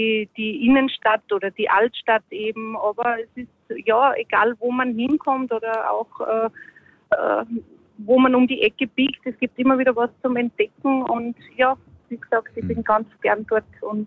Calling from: Upper Austria, Austria; ich bin ja eigentlich aus Oberösterreich, wohne am Attersee direkt, und so haben wir es ja auch recht schön zu Hause.

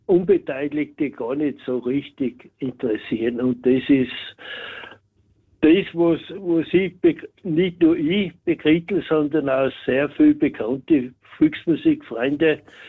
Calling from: Radmer, Styria, Austria; aus Radmer, ein langjähriger Hörer

